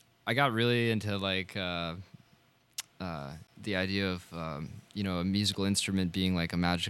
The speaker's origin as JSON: {"language": "English", "region": "Maryland", "country": "United States", "moved": "as an adult", "lives_now": "Rochester, United States", "said": "I'm originally from Maryland."}